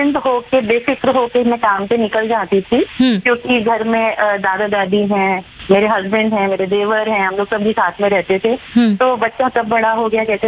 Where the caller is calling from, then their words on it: Raipur, Chhattisgarh, India; मैं यहाँ रायपुर छत्तीसगढ़ से हूँ जैसा कि मैंने बताया